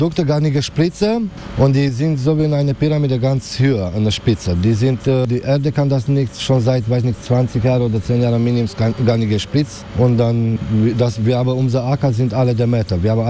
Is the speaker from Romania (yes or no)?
yes; Romania; German is a second language; now in Hamburg, Germany; Ich komme aus Rumänien. Ich war 10 Jahre Gärtner und dann bin ich Marktleitung hier.